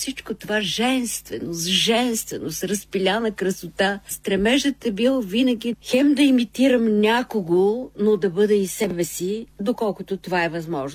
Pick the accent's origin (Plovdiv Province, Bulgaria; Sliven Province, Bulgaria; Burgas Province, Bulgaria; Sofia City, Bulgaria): Sofia City, Bulgaria; Sofia; born there; Най-прекрасният град София. Защото аз съм родена на Шейново улицата.